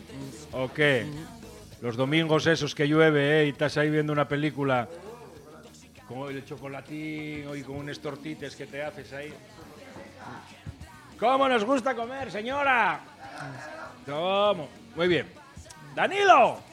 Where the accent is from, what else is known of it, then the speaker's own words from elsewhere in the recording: Asturias, Spain; Que somos asturianos